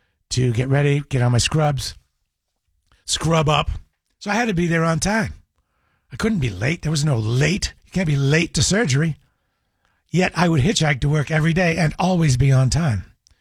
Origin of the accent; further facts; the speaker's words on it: United States; I'm clearly an American.